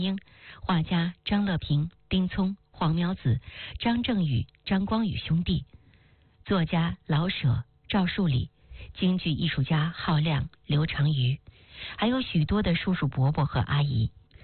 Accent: Beijing, China; 让我真正产生记忆的家是我出生的地方，在北京的王府井附近协和医院的后身，那个胡同叫马家庙，九号是我家的门牌，一个有着18间房屋的四合院。

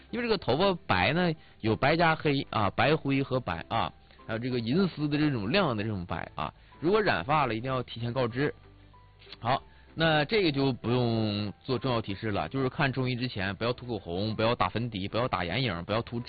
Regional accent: Northeast China, China; 咱们东北这边的冬天啊手会干裂

